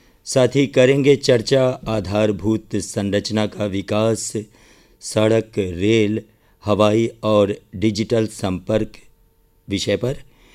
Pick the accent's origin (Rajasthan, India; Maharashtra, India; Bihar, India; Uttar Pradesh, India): Bihar, India; तो जैसा कि हम सब उत्तरी बिहार के निवासी हैं